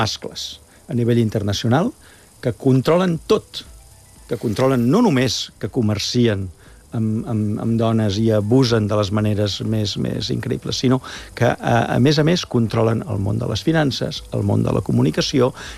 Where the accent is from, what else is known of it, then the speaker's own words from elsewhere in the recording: Catalonia, Spain; com a catalans